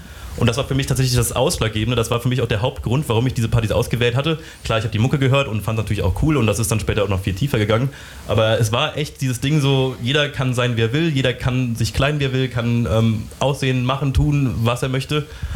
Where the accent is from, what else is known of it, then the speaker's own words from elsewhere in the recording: Bonn, North Rhine-Westphalia, Germany; moved away as an adult; now in Cologne, Germany; Ich bin dann auch nach Köln gezogen und so. Ich komme eigentlich dann ursprünglich aus Bonn.